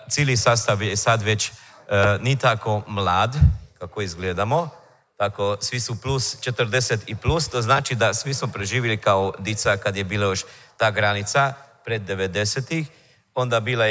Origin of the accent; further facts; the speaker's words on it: Szentpéterfa, Vas, Hungary; I da, mi smo iz Petrovoga sela, z Ugarske strane